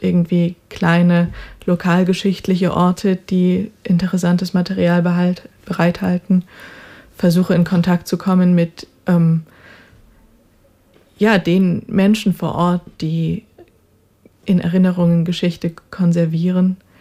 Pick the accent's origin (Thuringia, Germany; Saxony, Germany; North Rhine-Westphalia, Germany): Saxony, Germany; Chemnitz; ich bin in Chemnitz aufgewachsen